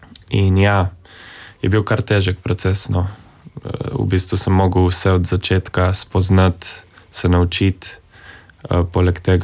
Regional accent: Primorska, Slovenia; smo Primorci zelo ponosni

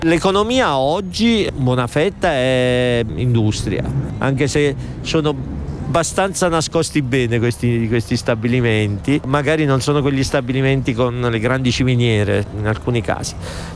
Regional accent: Abruzzo, Italy; moved away as an adult; now in Salzburg, Austria; Io che sono abruzzese

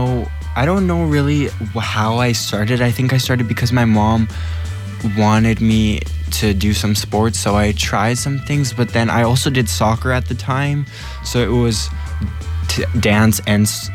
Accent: Canada; also born or lived in Ljubljana; jaz sem iz Kanade, pa jaz sem 18 let.

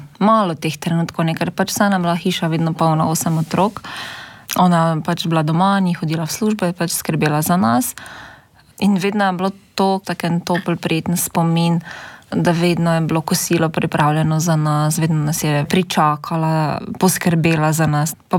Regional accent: Rogatec, Savinjska, Slovenia; prihajam iz Rogatca. Po poklicu sem vzgojiteljica, stara sem 36 let

